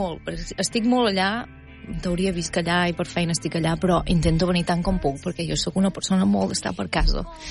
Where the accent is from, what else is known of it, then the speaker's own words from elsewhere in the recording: Catalonia, Spain; first language Catalan; moved away as an adult; now in United States; la meva llengua mare és català. Tot el rato penso bastant en català